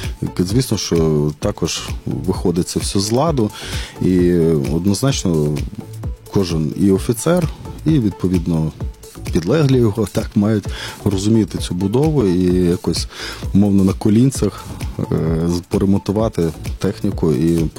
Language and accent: Ukrainian; Ivano-Frankivsk, Ivano-Frankivsk Oblast, Ukraine; Я теж з Франківська.